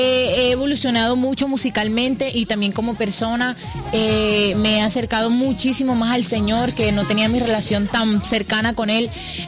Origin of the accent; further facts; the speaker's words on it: San Cristóbal, Bolívar, Colombia; yo soy de San Cristóbal Bolívar, uh-huh. Es un municipio que queda a las orillas del Canal del Dique, cerca de Cartagena.